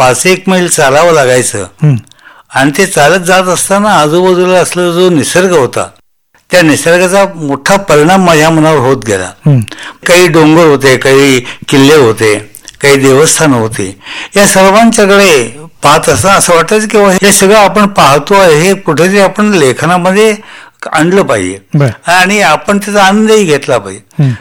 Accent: Hasur Champu, Maharashtra, India; मला सांगायला आनंद वाटेल की माझी जन्मभूमी कोल्हापूर जिल्हा

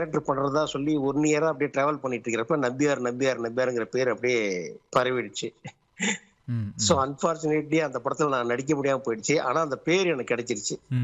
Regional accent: Chettikulam, Tamil Nadu, India; எங்க ஊர் வந்து செட்டிக்குளம் பேரு

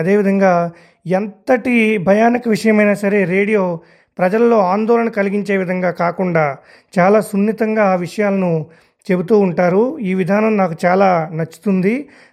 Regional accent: Ramannapalem, Andhra Pradesh, India; మా ఊరు రామన్నపాలెం గ్రామం, కామవరపుకోట మండలం, ఏలూరు జిల్లా.

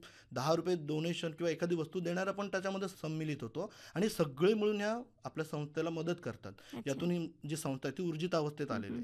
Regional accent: Kajarghati, Maharashtra, India; माझं गाव जवळ आहे काजरघाटी, पण मला स्वतःला इथे निवासी राहावं लागलं.

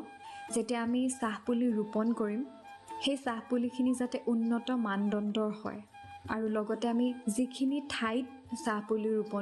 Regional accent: Kamalpur, Assam, India; মোৰ ঘৰ লখিমপুৰ জিলাৰ কমলপুৰত। মই ক্ষুদ্ৰ চাহ খেতিৰ লগত জড়িত। আমাৰ গাঁওখনৰ প্ৰায় 75% লোকেই চাহ খেতি কৰে, গতিকে মই সৰুৰে পৰা এই চাহ খেতিৰ প্ৰক্ৰিয়াটো দেখি আহিছোঁ।

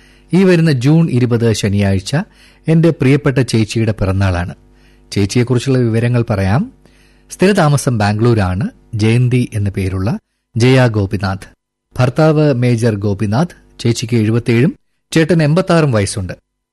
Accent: Thiruvananthapuram, Kerala, India; ഞാൻ തിരുവനന്തപുരത്തുനിന്നാ.

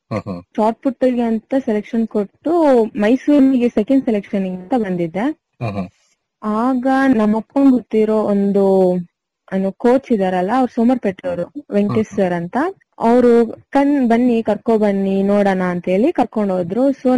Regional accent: Bhagamandala, Karnataka, India; born there; now in Koppa Maradiyur, India; ನಂದು by birth ಬಂದು ಭಾಗಮಂಡ್ಲ. ನಾನು ಇವಾಗ ಇರೋದು ಕೊಪ್ಪ ಮರಡಿಯೂರು ಅನ್ನೋ ಚಿಕ್ಕ ಒಂದು ಹಳ್ಳಿಯಲ್ಲಿ.

